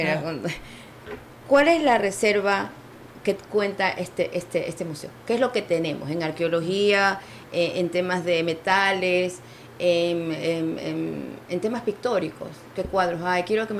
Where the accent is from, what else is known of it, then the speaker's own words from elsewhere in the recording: Manta, Manabí, Ecuador; yo soy orgullosa de mi ADN manteño, yo vengo de esa cultura, yo nací y viví y crecí en Tarqui.